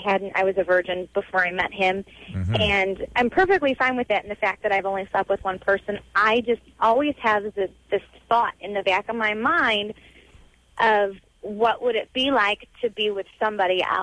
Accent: Chicago, Illinois, United States; I'm from the Chicago area.

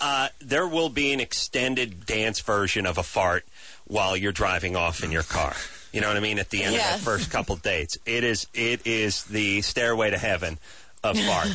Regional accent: Los Angeles, California, United States; I grew up in North Hollywood, but now my mom's house is in Valley Village.

